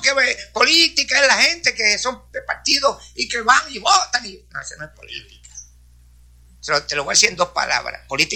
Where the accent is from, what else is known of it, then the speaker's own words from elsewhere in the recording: Corozal, Puerto Rico; Yo fui el único del barrio Abras de Corozal que era cristiano.